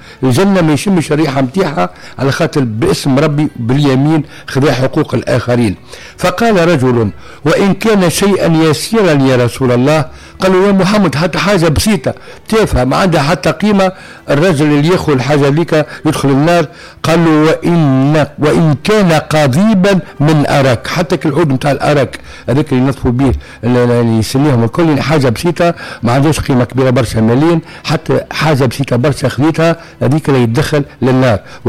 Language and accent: Arabic; Tunisia; بلادنا تونس الحبيبة